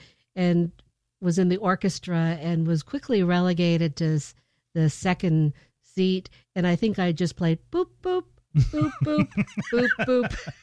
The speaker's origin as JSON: {"language": "English", "town": "Anchorage", "region": "Alaska", "country": "United States", "tie": "born there", "said": "We moved up here, and I went to Nunaka Valley Elementary School"}